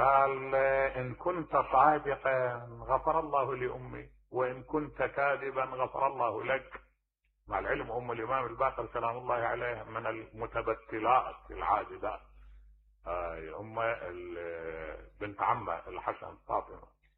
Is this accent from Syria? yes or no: yes; Syria; أنا شامي وما أخذتني التربية الأغاليط